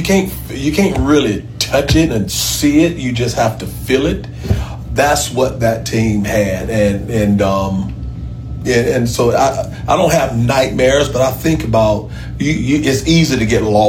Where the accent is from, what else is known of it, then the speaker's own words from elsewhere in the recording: Atlanta, Georgia, United States; growing up in Atlanta in our household